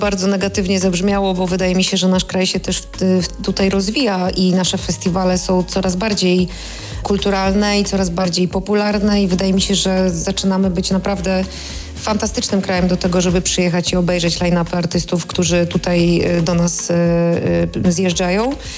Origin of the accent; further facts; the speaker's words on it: Gdynia, Pomeranian Voivodeship, Poland; odwiedzić openera u nas w Gdyni.